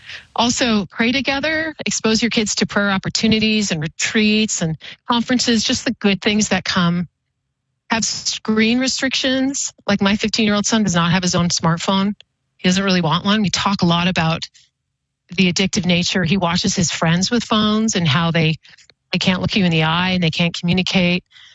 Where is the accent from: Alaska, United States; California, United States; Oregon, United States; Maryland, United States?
Oregon, United States; born or raised there; now in Boise, United States